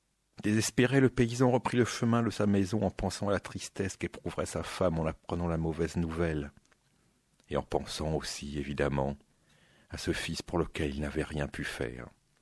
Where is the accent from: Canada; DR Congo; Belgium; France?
France; Normandy; aujourd'hui, nous allons faire un petit tour là d'où je viens, donc la Normandie.